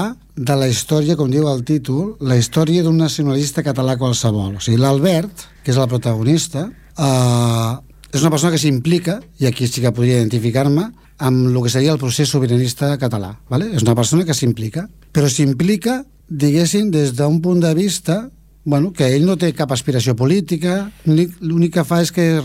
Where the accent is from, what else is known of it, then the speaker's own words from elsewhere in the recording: Esplugues de Llobregat, Catalonia, Spain; born there; els meus pares havien viscut tota la vida a Collblanc fins que van vindre Esplugues on va néixer jo.